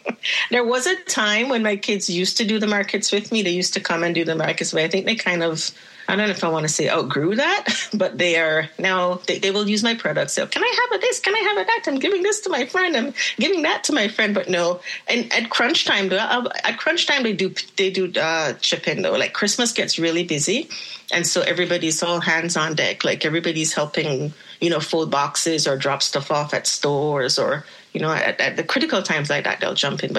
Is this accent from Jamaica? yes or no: yes; Jamaica; also born or lived in Ontario, Canada; now in Canada; No, not at all. Actually, born in Ontario, raised in Jamaica, and came back to Canada, I think maybe about 25 years ago.